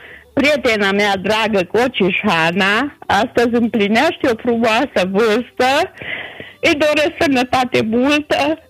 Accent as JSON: {"language": "Romanian", "town": "Dângău Mic", "region": "Cluj County", "country": "Romania", "tie": "born or raised there", "moved": "yes", "lives_now": "Gilău, Romania", "said": "Am venit din Dângău Mic."}